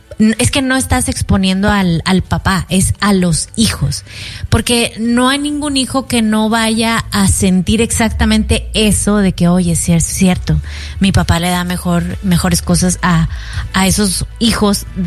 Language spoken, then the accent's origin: Spanish; Mexico; te hablo yo como mexicana